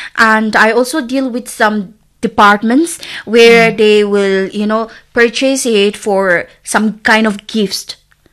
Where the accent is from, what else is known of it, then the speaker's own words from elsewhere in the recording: Jotsoma, Nagaland, India; since I am from Jotsoma village, which is not very hot and not very cold